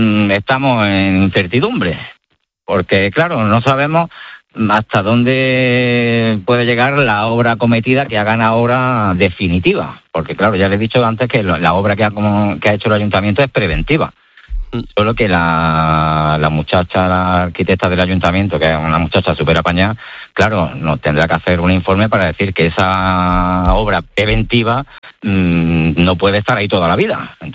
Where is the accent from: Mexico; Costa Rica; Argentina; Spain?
Spain; Andalusia; pero casi todos somos de Granada.